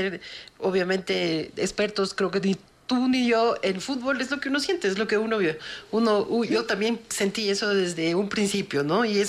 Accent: Ecuador

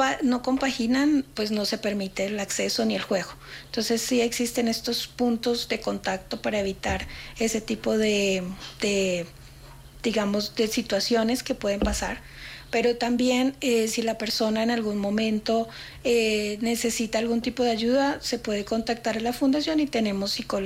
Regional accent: Colombia; now in Ecuador; Yo soy colombiana

